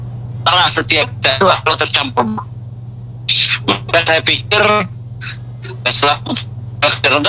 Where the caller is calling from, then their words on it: Papua, Indonesia; Saya Papua.